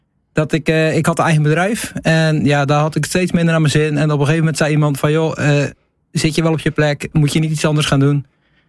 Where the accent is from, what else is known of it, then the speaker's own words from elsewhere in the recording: Krabbendijke, Zeeland, Netherlands; Ik kom zelf uit Krabbedijk, ik ben 30 jaar oud.